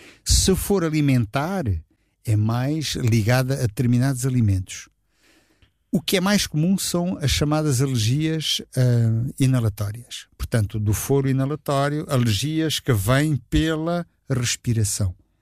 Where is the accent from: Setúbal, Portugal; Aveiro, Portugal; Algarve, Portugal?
Setúbal, Portugal; porque eu sou da região de Setúbal, vivi lá, cresci lá, já cheguei adulto, mas enfim, depois amadureci, se nós quisermos, em Setúbal.